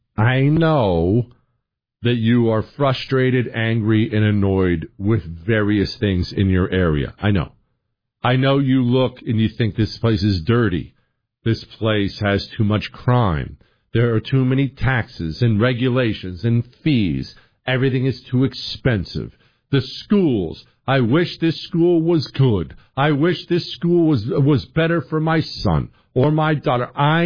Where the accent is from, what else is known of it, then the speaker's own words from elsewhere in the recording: Rocky Mountains, United States; I grew up in the Rocky Mountains myself, spent a lot of time in Denver.